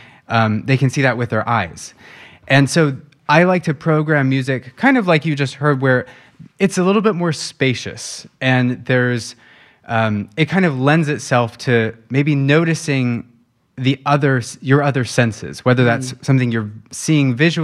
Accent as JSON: {"language": "English", "town": "Sunriver", "region": "Oregon", "country": "United States", "tie": "born or raised there", "said": "I grew up in Sun River, Oregon, and both of my parents are very outdoorsy, you know, hunting, fishing, kayaking, golfing."}